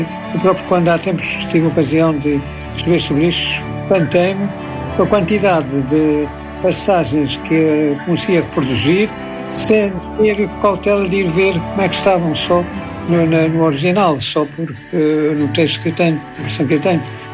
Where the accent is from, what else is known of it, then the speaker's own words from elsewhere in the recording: Portugal; nos agarra também como portugueses que somos muitos.